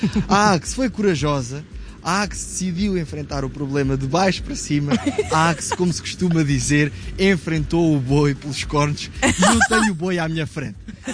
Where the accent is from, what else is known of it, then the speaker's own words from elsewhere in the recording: Sintra, Lisbon, Portugal; vocês sabem que eu sou de Sintra